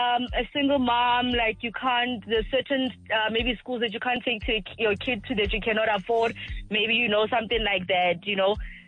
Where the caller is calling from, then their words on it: Gauteng, South Africa; I'm from the Val.